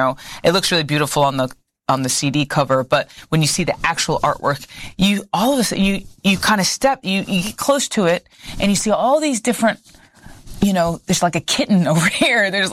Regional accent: North Carolina, United States; I'm not American. I am, but I'm North Carolinian, and that means something.

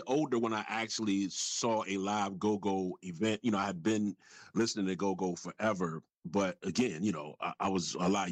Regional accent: Richmond, Virginia, United States; I grew up in Richmond

